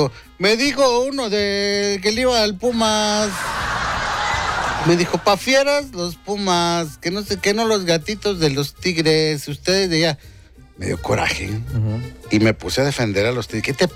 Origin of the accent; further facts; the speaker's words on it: Mexico; uno nos podemos tirar carro, sí, como mexicanos también